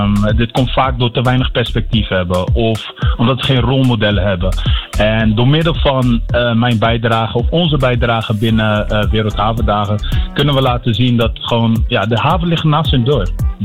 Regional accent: Rotterdam, South Holland, Netherlands; En ik ben zelf opgegroeid in Delfshaven.

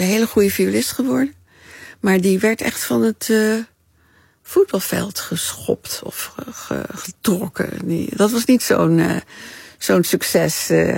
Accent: Haarlem, North Holland, Netherlands; born there; also born or lived in Utrecht; Ja, via Utrecht, maar ik ben in Haarlem geboren.

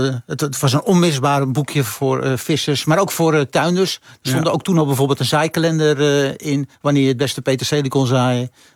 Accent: Enkhuizen, North Holland, Netherlands; moved away as an adult; ik ben geboren en getogen in Enkhuizen. Dus de eerste 18 jaar van mijn leven heb ik daar gewoond.

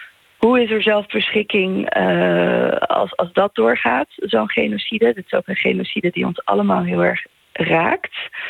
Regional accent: Bolivia; moved away; En ik ben dan zelf uit Bolivia.

